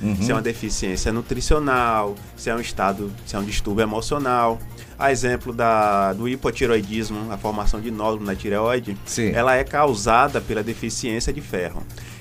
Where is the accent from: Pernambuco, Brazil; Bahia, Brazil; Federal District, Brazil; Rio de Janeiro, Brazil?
Bahia, Brazil; eu sou de Piauí, na Bahia.